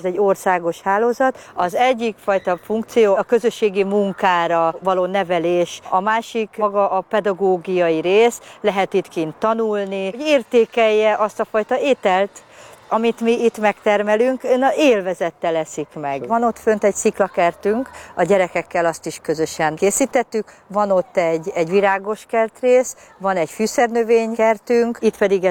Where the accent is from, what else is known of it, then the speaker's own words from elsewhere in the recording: Hungary; Nagyon szeretek magyarnak lenni